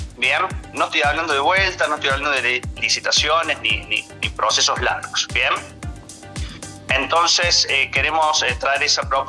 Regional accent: Villa Dolores, Córdoba, Argentina; now in Córdoba, Argentina; Yo soy oriundo de Villa Dolores también. Hace muchos años me vine aquí a Córdoba.

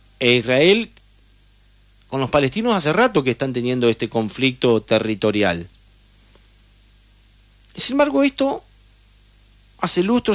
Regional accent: Argentina; nos pertenece a los argentinos.

